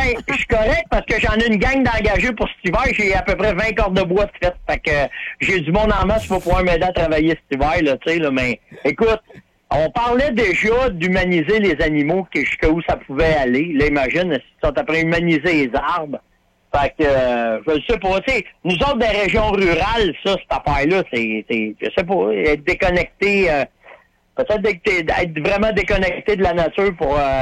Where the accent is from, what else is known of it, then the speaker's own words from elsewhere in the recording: Terrebonne, Quebec, Canada; nous autres, on vient de Terrebonne. Fait qu'on a une gang à Terrebonne de chums.